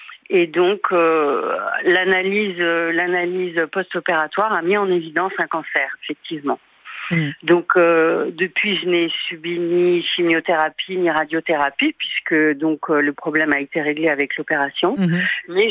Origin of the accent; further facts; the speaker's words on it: Brittany, France; j'ai contacté l'hôpital Cochin qui m'a renvoyée vers son antenne en Bretagne puisque je suis bretonne.